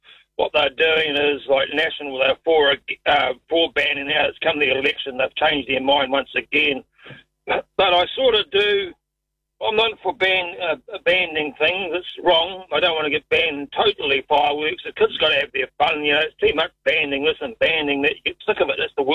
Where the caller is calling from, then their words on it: New Zealand; No, we have dry seasons here too in the winter, in the summer, sorry, as well.